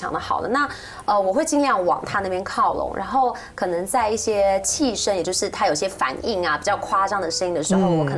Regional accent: Taiwan; 我们台湾人

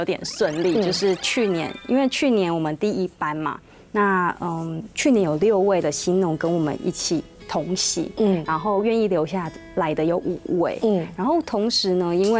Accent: Yilan County, Taiwan; moved away; 就是回到宜兰之后

